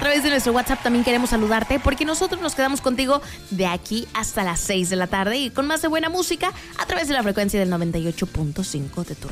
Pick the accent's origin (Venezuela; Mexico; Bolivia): Mexico; Yo soy muy mexicana